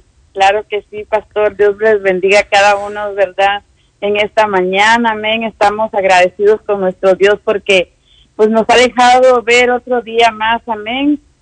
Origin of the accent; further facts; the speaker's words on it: Guatemala; yo soy guatemalteca, y tengo mucha familia